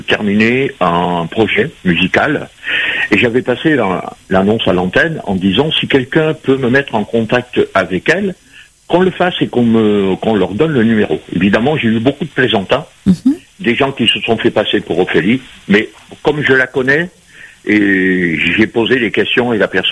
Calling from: Metropolitan France, France; J'appelle de Métropole.

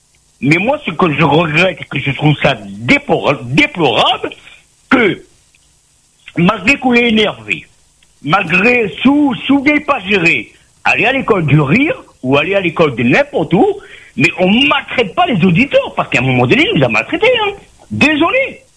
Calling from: Réunion; Moi, je suis de La Réunion, je suis réunionnais.

